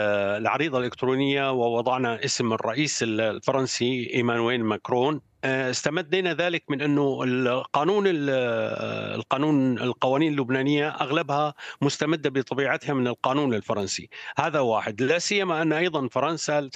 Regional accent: Syria; now in Jeddah, Saudi Arabia; مسؤوليتنا كسوريين، مسؤوليتنا كمواطنين سوريين.

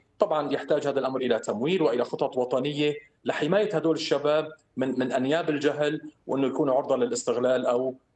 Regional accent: Syria; قديش نحن كسوريين

